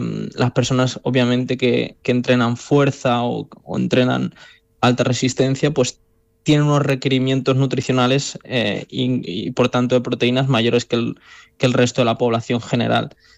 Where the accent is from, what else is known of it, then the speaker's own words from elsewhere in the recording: Castilla-La Mancha, Spain; moved away as an adult; now in Melbourne, Australia; volver a mi tierra, aunque sea a través de la radio.